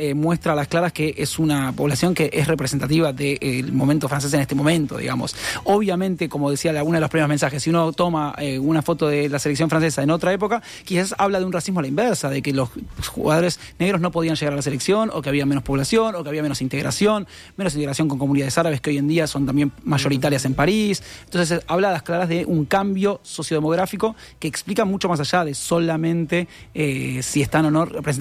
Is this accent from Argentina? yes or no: yes; Buenos Aires, Argentina; en mi caso soy porteño